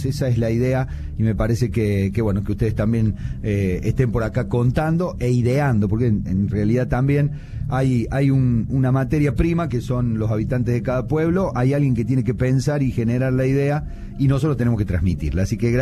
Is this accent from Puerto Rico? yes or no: no; Córdoba, Argentina; te puedo decir, orgulloso, soy cordobés, obviamente, pero no la tiene cualquier provincia.